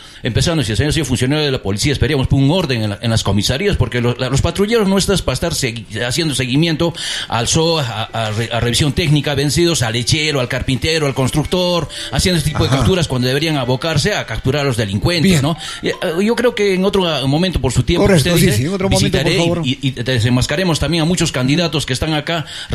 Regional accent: Paucarpata, Arequipa, Peru; born there; No, yo soy nacido en Paucarpata.

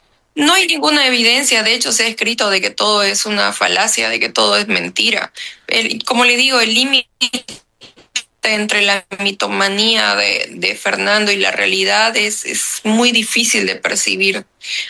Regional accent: Bolivia; también en mi país

